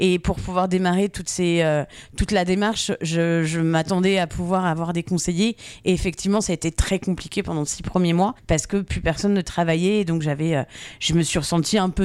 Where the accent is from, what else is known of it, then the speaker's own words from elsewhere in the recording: Nancy, Grand Est, France; now in Moussey, France; je suis originaire de Nancy, donc qui est la grande ville pas très loin d'ici.